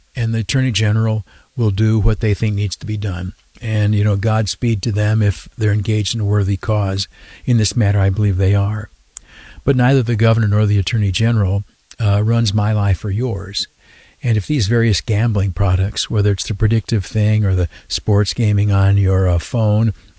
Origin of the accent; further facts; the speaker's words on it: New York, United States; I am a conservative Republican. I'm from the Southern Tier.